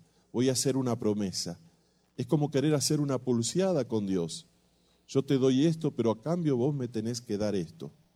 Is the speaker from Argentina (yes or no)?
yes; Buenos Aires, Argentina; yo vivía y vivo en la ciudad de Buenos Aires, pero cuando era chico teníamos también una casa de vacaciones en la costa